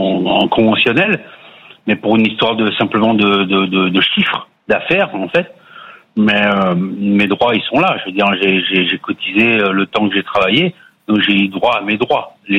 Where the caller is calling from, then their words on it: Occitanie, France; Mias, à côté de Perpignan.